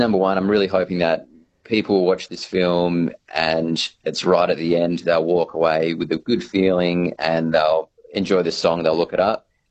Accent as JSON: {"language": "English", "town": "Geraldton", "region": "Western Australia", "country": "Australia", "tie": "born or raised there", "said": "what we know is growing up in Geraldton and doing our sort of doing our lives as we do it."}